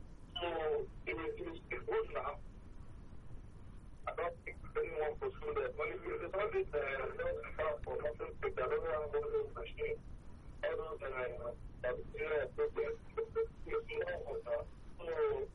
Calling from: Apapa, Lagos, Nigeria; I call from Apapa.

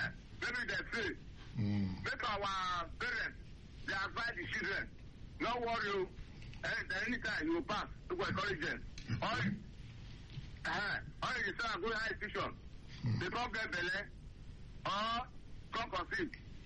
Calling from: Delta, Nigeria; I'm from Delta State, Upe local government.

